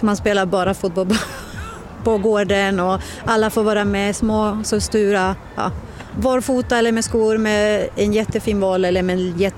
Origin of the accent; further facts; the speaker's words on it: Montevideo, Uruguay; now in Västerås, Sweden; I huvudstaden Montevideo.